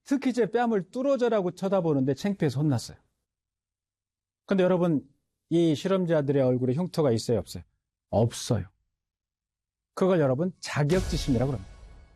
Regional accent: Taean, South Chungcheong, South Korea; 저는 바닷가 출신이에요. 충청도 태안이 제 고향인데

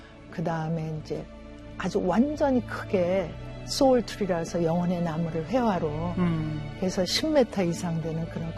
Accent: South Korea; now in Paris, France; 그러다가 이제 파리라는 그곳에 살다가 보니까 야 이게 나는 역시 한국 사람이구나.

